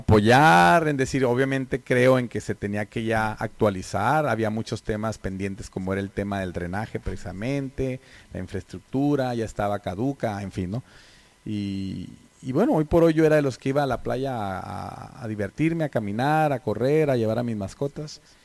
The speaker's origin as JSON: {"language": "Spanish", "town": "Tijuana", "region": "Baja California", "country": "Mexico", "said": "yo soy de Tijuana, mi familia es de Tijuana, como lo decía, yo voy a perecer aquí, esperemos en esta ciudad"}